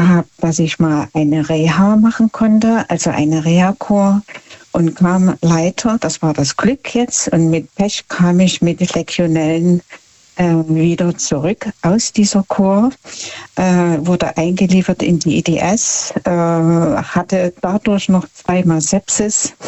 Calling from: Markkleeberg, Saxony, Germany; Von ganz, ganz, ganz weit her, von Markkleeberg. Ich bin eine Sächsin aus Sachsen, Leipzig.

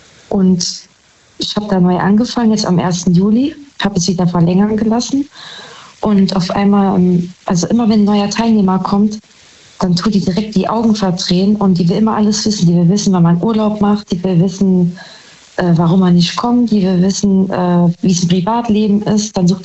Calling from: Saarbrücken, Saarland, Germany; Saarbrücken.

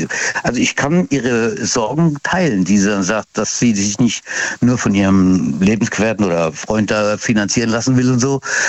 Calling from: Baden-Württemberg, Germany; Ich komme aus dem Rhein-Neckar-Kreis, aus dem Mannheimer Raum.

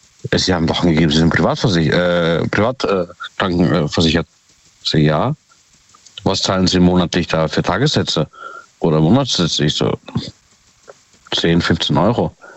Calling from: Ottersweier, Baden-Württemberg, Germany; Jawohl, aus Ottersweier.

